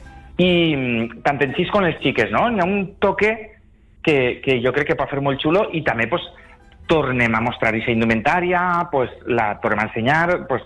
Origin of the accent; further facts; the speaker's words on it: Meliana, Valencian Community, Spain; Jo vivia a Meliana, soc de Meliana, com saps